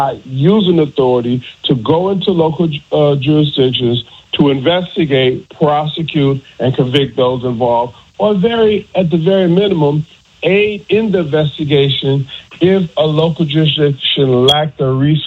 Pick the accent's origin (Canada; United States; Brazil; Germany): United States; Detroit, Michigan; now in Mississippi, United States; Well, quite frankly, I grew up in Detroit. Metro Detroit